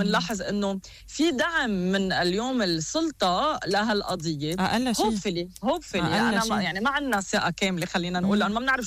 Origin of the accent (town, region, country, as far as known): Lebanon